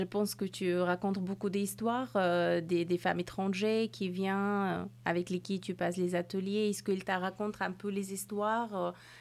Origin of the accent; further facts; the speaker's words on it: Afghanistan; moved away; je suis de l'Afghanistan.